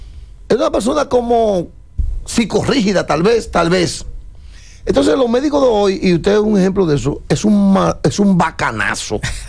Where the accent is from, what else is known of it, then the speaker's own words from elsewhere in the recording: La Vega, Dominican Republic; Yo soy de La Vega.